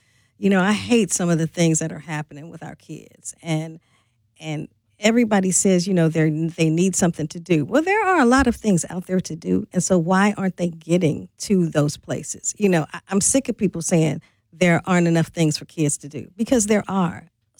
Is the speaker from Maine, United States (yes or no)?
no; St. Louis, Missouri, United States; Like when I grew up in St. Louis, Bob Gibson, Lou Brock.